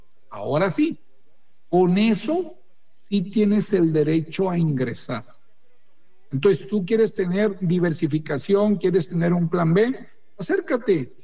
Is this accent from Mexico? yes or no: yes; Torreón, Coahuila, Mexico; Acuérdense que yo soy de Torreón.